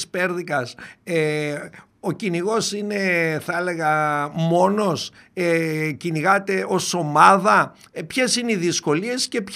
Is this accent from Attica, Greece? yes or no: no; Kilkis, Central Macedonia, Greece; όπως εκεί στο χωριό μου, στο Κυλκής